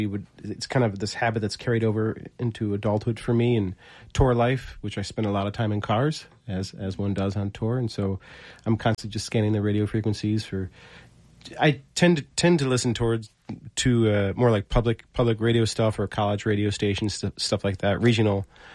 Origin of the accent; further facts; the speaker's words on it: Syracuse, New York, United States; growing up in Syracuse, we would rent out the local community hall, for $30 on the weekend and take it over almost every weekend.